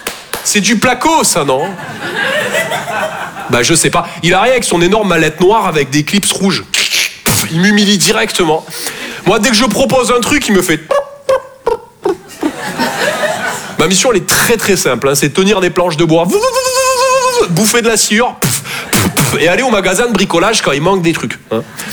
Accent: Toulouse, Occitanie, France; moved away; Je viens de Toulouse à la base. Ouais, ça s'entend un peu, ouais. Ben, mon accent

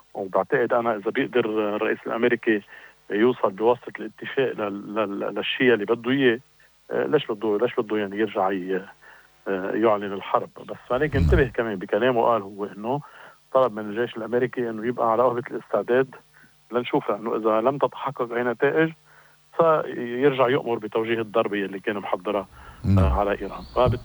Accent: Lebanon; نحن كمان كلبنانيين

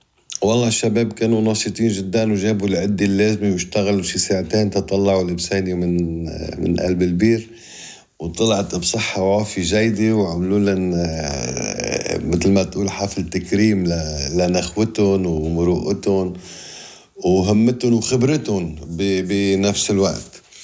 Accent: Lebanon; accent: Lebanese; هي قصة بسيني صغيرة بلهجتنا اللبنانية

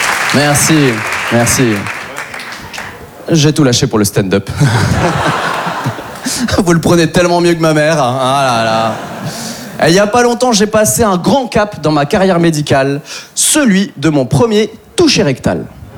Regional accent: France; born there; Et on est beaucoup d'Asiatiques de ma génération à être dans le même cas de figure. Par exemple, moi, j'ai de la Chine par mes parents et j'ai de la France par ma naissance. J'ai une double culture que je trouve très enrichissante, mais un peu paradoxale.

